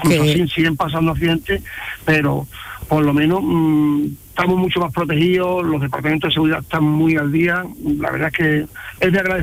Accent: Seville, Andalusia, Spain; Yo de Sevilla capital.

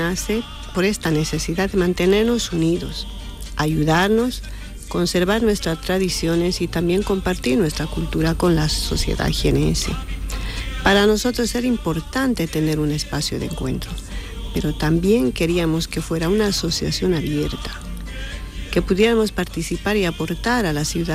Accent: Bolivia; moved away as an adult; now in Jaén, Spain; soy presidenta de la Asociación de Bolivianos en Jaén. Mi cargo en Bolivia era secretaria ejecutiva. Llevo aquí 24 años en Jaén

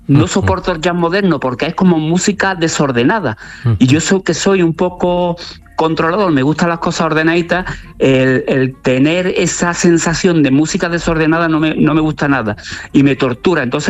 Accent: Córdoba, Andalusia, Spain; el del niño de barrio, en Córdoba, en mi ciudad natal, ese niño de San Agustín, de San Lorenzo, que vivía en una familia terriblemente humilde, muy austera, que teníamos muy poco

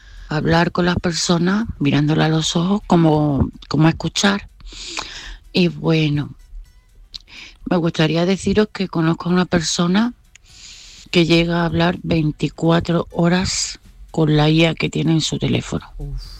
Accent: Málaga, Andalusia, Spain

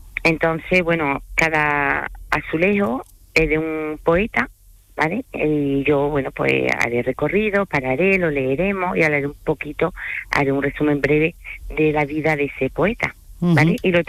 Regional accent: France; Spanish is a second language; now in Spain; Y yo empecé, bueno, soy francesa, aunque no tenga mi acento francés.

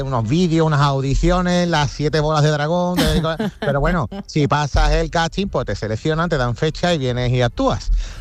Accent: Cádiz, Andalusia, Spain; era el sitio y el momento de, como gaditanos, sacar orgullosos nuestra bandera, de nuestra música, nuestra cultura y nuestra identidad.

